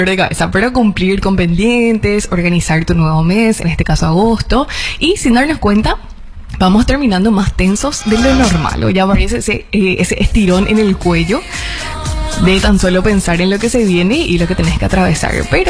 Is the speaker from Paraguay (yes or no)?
yes; Paraguay; realidades que como paraguayos, claro, nos azotan bastante.